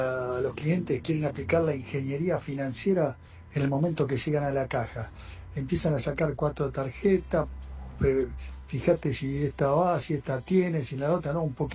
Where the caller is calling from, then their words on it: Palomar, Buenos Aires Province, Argentina; de Palomar.